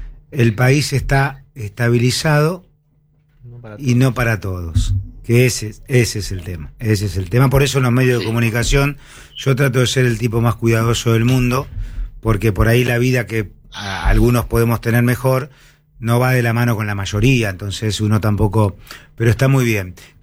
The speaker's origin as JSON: {"language": "Spanish", "country": "Argentina", "said": "me di cuenta que tan malos no somos los argentinos."}